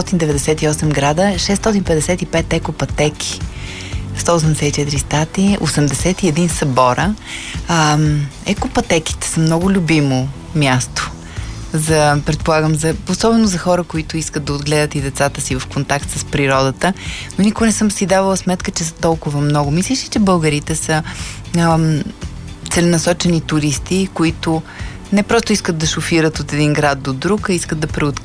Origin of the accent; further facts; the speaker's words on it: Svoge, Sofia Province, Bulgaria; близо до моя роден град Своги.